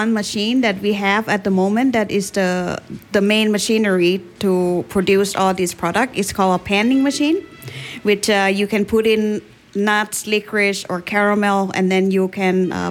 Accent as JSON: {"language": "Icelandic", "country": "Thailand", "second_language": "Icelandic", "lives_now": "Iceland", "said": "Ég er frá Tælandi, já, og búin að vera 15 ára á Íslandi."}